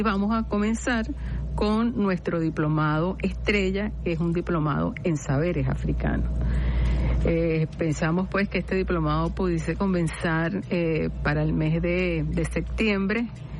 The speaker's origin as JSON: {"language": "Spanish", "country": "Venezuela"}